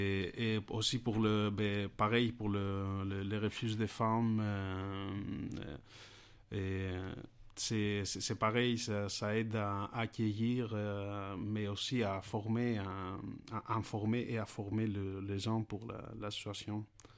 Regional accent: Kavala, Eastern Macedonia and Thrace, Greece; moved away; près de ma ville natale, la Kavala

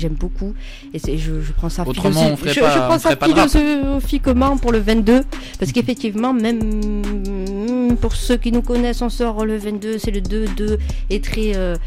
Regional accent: Toulouse, Occitanie, France; je suis toulousaine

